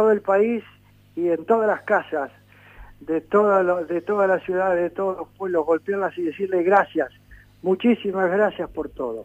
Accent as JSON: {"language": "Spanish", "region": "Buenos Aires", "country": "Argentina", "tie": "born or raised there", "also_born_or_lived": "Córdoba, Argentina", "said": "Nací en Córdoba capital, como toda mi familia somos de ahí. De chiquito vine a Buenos Aires, donde pasé toda mi vida"}